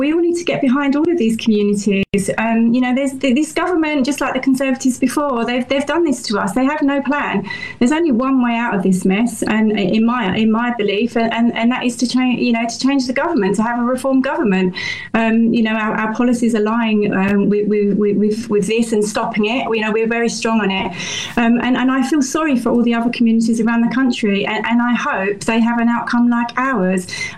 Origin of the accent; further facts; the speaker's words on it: United Kingdom; as British people